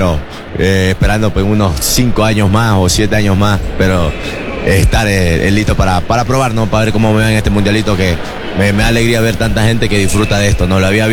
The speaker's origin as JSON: {"language": "Spanish", "region": "Esmeraldas", "country": "Ecuador", "moved": "yes", "said": "en mi tierra, en Esmeralda, se utiliza el indoor, es en cancha de cemento"}